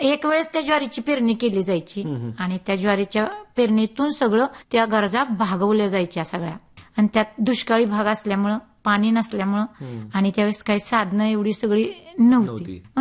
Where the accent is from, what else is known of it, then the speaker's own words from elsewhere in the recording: Ashti, Maharashtra, India; माझं लहानपण आष्टी रंगारेची आष्टी माझं माहेर आहे, तालुका मोहोळ जिल्हा सोलापूर.